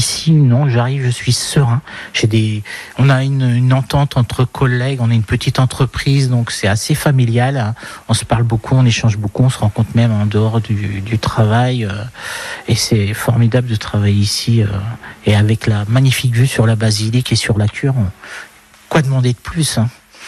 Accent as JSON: {"language": "French", "region": "Hauts-de-France", "country": "France", "said": "Je suis Picard, de la baie de Somme pour être précis, la baie des phoques comme ils disent."}